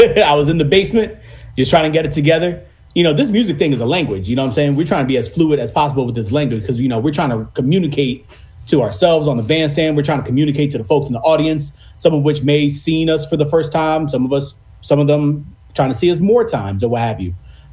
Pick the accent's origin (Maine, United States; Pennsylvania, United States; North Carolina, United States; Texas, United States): Pennsylvania, United States; Upper Darby; also born or lived in West Philadelphia; I was born in West Philadelphia, and then I was in West Philly until about first grade. And then I went to Upper Darby system from first grade all the way to senior year of high school.